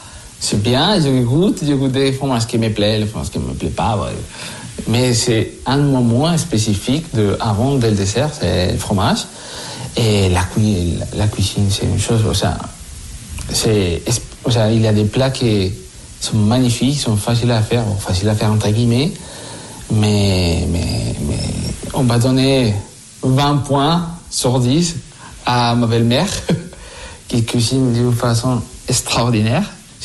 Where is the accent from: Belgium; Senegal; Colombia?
Colombia; Bogotá; French is a second language; moved away as an adult; also born or lived in Valencia, Spain; now in Creuse, France; je suis en Bogota